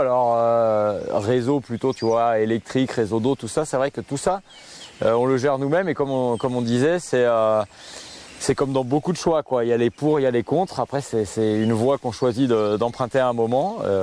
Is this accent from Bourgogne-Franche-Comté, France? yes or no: no; Nouvelle-Aquitaine, France; moved away as an adult; now in Argelès-Gazost, France; j'ai grandi à côté de La Rochelle, quoi. Et quand je suis arrivé dans les Pyrénées